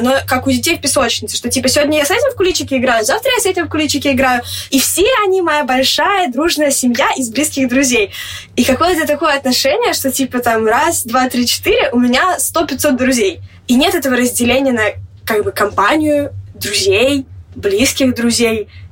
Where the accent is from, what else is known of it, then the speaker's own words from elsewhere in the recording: Moscow, Russia; moved away; девочка из Москвы